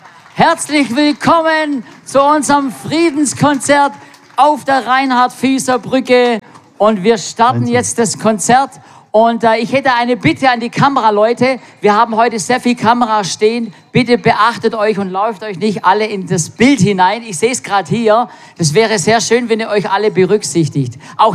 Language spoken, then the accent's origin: German; Stuttgart, Baden-Württemberg, Germany; ich komme aus dem Raum Stuttgart.